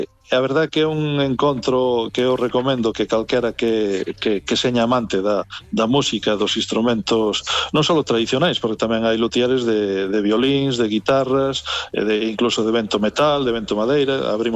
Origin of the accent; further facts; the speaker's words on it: Galicia, Spain; estamos 33 luthiers que veñen de Portugal, algún de Francia, de Euskadi, de Castilla, a maioría somos galegos, evidentemente.